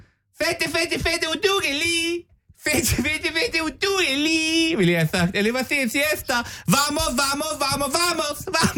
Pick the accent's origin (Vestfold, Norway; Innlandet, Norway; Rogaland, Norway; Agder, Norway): Innlandet, Norway; Gjøvik; Jeg kommer fra Gjøvik.